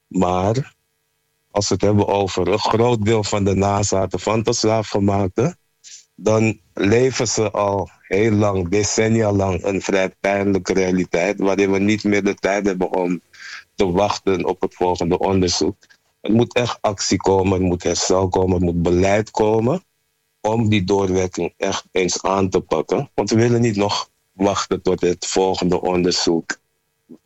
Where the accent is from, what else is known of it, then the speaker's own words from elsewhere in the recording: Amsterdam, North Holland, Netherlands; born there; Ik ben zelf van Surinaamse afkomst, wel in Amsterdam geboren.